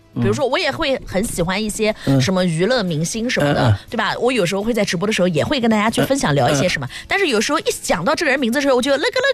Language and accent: Chinese; Nanjing, Jiangsu, China; 我南京人，南京本地的土生土长的